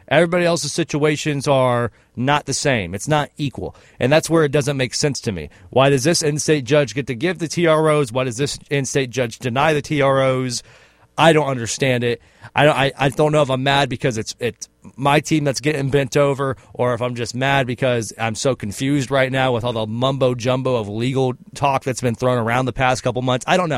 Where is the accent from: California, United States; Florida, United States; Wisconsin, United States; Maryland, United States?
Florida, United States; Pensacola; also born or lived in Huntington, United States; Now, I represent a little guy, as I am a local guy from Pensacola, but I was born in Huntington, West Virginia, so I very heavily bleed